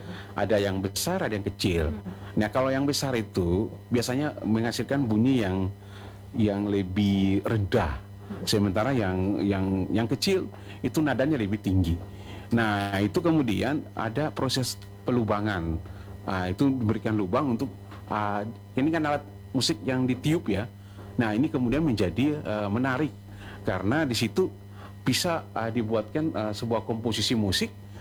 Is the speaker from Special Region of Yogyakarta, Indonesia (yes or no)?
no; Ambon, Maluku, Indonesia; yang kita orang Ambon bilang Opa Loli